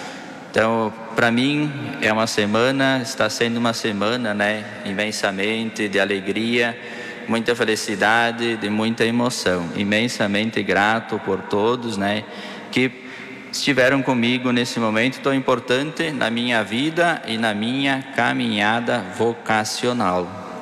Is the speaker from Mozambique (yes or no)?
no; Marau, Rio Grande do Sul, Brazil; moved away as an adult; now in Garibaldi, Brazil; Lá na minha comunidade Santo Agostinho, onde eu me criei, lá no interior de Marau.